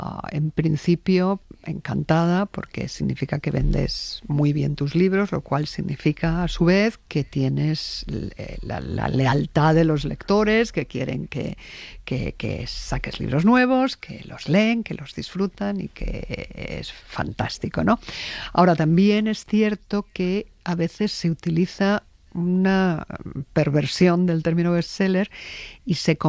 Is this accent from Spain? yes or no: yes; Spain; Nosotros, que somos los españoles muy malos aprendices de inglés y que con mucha facilidad, y de hablantes de lenguas extranjeras en general, y con mucha facilidad tomamos términos extranjeros